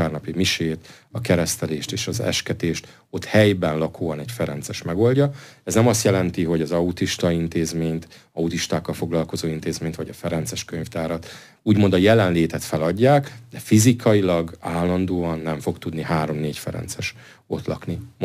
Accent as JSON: {"language": "Hungarian", "country": "Hungary", "said": "Hát ugye magyarként, katolikusként azt tudom mondani, hogy én ennek nagyon szurkolok."}